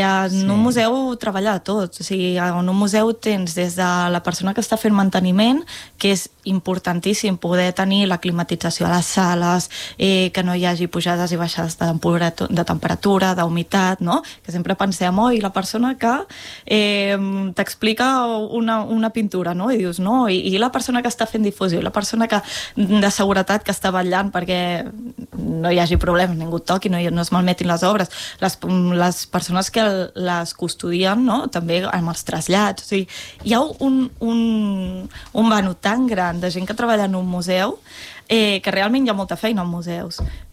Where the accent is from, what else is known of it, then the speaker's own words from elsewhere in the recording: Terrassa, Catalonia, Spain; Jo soc de Terrassa.